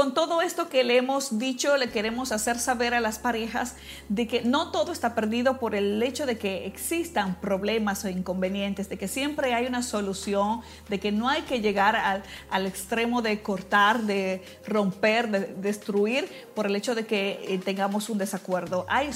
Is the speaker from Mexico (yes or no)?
no; Dominican Republic